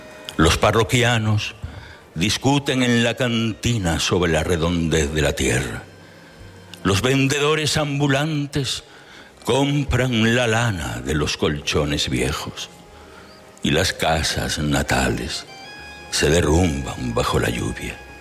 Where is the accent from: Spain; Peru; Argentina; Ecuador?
Spain; Villafranca; Es un poema que escribí en mi pueblo, en Villafranca, pero que es un poema que alude a tantos espacios de nuestra tierra